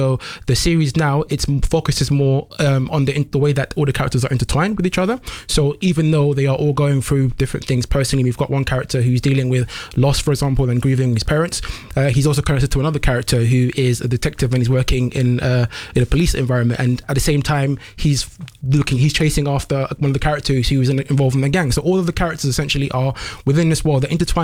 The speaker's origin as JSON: {"language": "English", "region": "London", "country": "United Kingdom", "tie": "born or raised there", "said": "because I think for me, when I was growing up in London, I had a very similar, I guess options."}